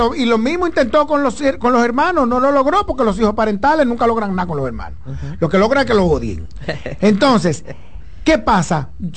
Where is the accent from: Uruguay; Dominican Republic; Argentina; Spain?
Dominican Republic; born there; also born or lived in Cotuí / Santo Domingo; lo que yo viví en mi tránsito socioeconómico en la ruralidad y en el arrabal urbano donde viví.